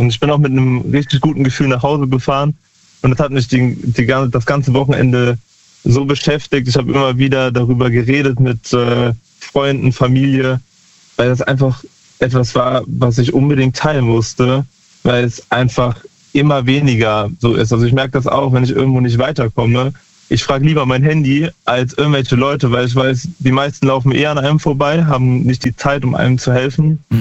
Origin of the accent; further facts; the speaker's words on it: Lahnstein, Rhineland-Palatinate, Germany; Aus Lahnstein.